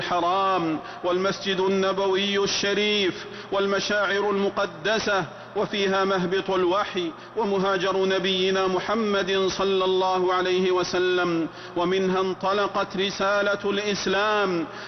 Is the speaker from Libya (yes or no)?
no; Saudi Arabia; واحفظ بلادنا المملكة العربية السعودية وسائر بلاد المسلمين